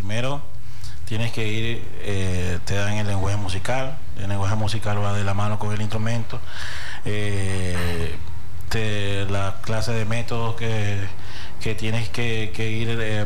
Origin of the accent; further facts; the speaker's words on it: Maturín, Monagas, Venezuela; also born or lived in Caracas; Mira, yo soy de aquí de Maturín, nací en Caracas, ¿no? Pero a muy temprana edad, a la edad de 5 años, llegamos aquí a Maturín, porque mi papá es de aquí de Maturín. Y entonces, bueno, soy del Paraíso. También viví en 23 de enero, aquí en Maturín.